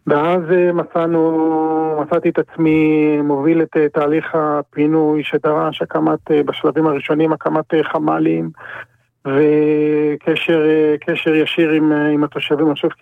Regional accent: Kiryat Shmona, Northern District, Israel; גדלתי בקריית שמונה

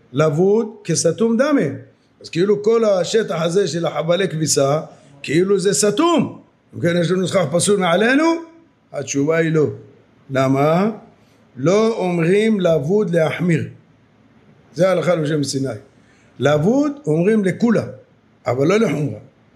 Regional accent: Jerusalem, Jerusalem District, Israel; כשהיינו קטנים היינו גרים באיזו שכונה בירושלים, שכונת הבוחרים

